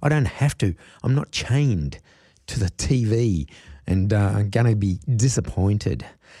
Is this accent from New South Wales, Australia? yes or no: no; South Melbourne, Victoria, Australia; And I'm Sydney Swans supporter because we grew up in South Melbourne.